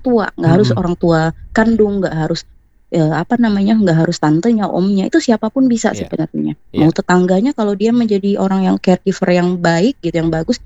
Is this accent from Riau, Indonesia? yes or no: yes; Dumai, Riau, Indonesia; born there; Aslinya aku itu orang Melayu, jadi aku tuh lahirnya di Dumai, ya pindah-pindah.